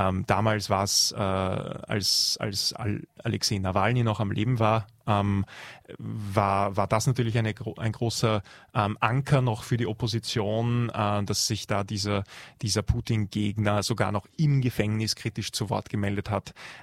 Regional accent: Austria; als Österreicher ist man natürlich bei

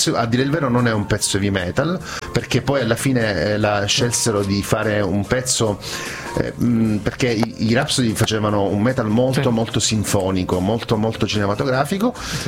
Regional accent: Agrigento, Sicily, Italy; Io sono di Agrigento, Sicilia.

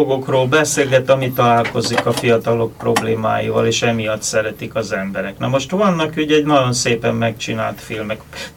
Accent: Hungary; now in United States; Tehát kérdés az volt, hogy én elvágtam-e a gyökereket, és én már csak amerikai vagyok. Hát természetesen nem

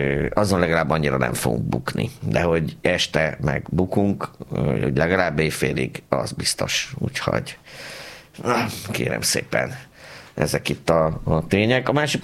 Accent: Pécs, Baranya, Hungary; én ezt is el tudom mondani, hogy én pécsiként sosem libikókáztam, mert mi döcögőztünk, drága.

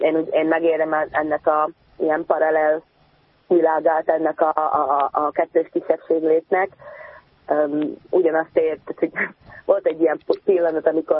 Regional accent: Slovakia; akinek az identitása csak szlovákiai magyar

